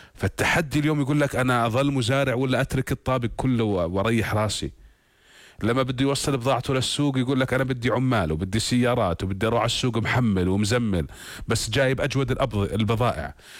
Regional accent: Jordan; نفتخر فيه ونعتز به كلنا كأردنيين

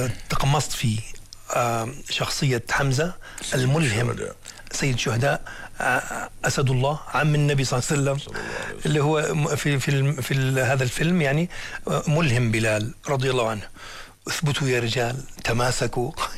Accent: Jordan

